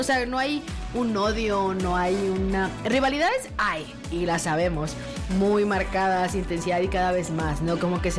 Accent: Hermosillo, Sonora, Mexico; yo soy de Hermosillo y en Hermosillo siempre hay sol

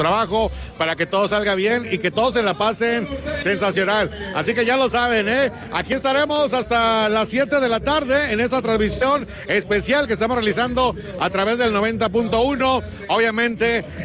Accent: Mexico; Todos somos bien mexicanos

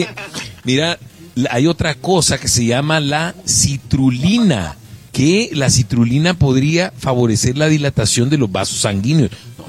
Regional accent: El Salvador

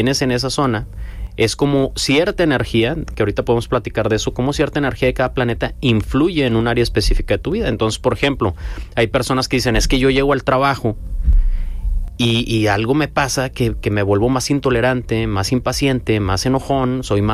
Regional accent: Mexico; Como buenos mexicanos no lo leemos

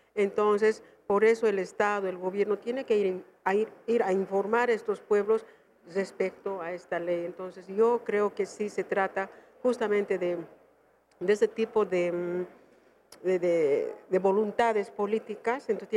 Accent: Bolivia

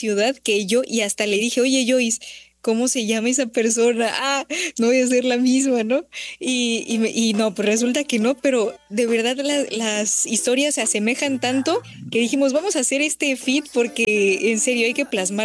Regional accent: Mexico City, Mexico; Yo soy de la Ciudad de México

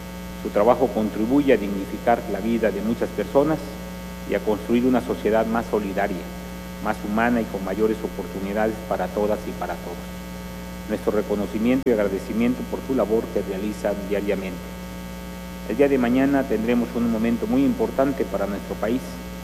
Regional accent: Mexico; aquello que nos une como mexicanas y como mexicanos

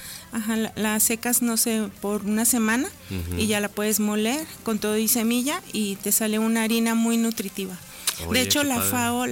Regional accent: Aguascalientes, Mexico; yo nací en Aguascalientes a principios de los 70s y crecí en el Mercado Terán. Mi familia es del Mercado Terán

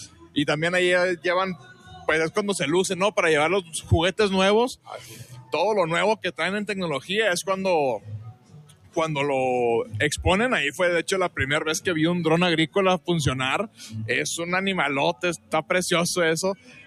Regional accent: Mexico

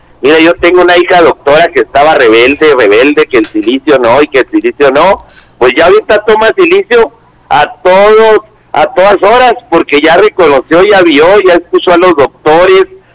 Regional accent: Ciudad Jiménez, Chihuahua, Mexico; En Ciudad Jiménez es difícil, aunque yo sea de aquí

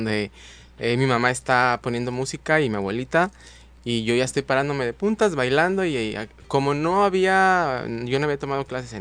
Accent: Iguala, Guerrero, Mexico; born there; Yo nací en Iguala, pero nada más nací.

